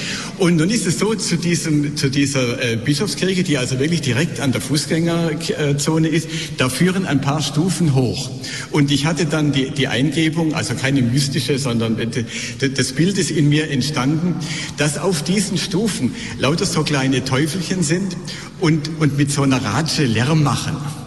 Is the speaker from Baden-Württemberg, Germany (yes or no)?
yes; Stuttgart, Baden-Württemberg, Germany; In Stuttgart, meiner Heimatstadt, da hat man eingeführt Night Fever.